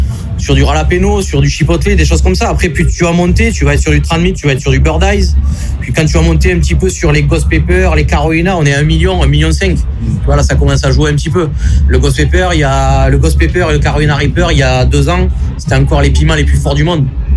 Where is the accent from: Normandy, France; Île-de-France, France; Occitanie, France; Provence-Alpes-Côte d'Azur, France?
Occitanie, France; Mudaison; Moi je suis à côté, je suis de Mudaison, donc les mecs de Mogio qui font beaucoup de trimmers et tout ça.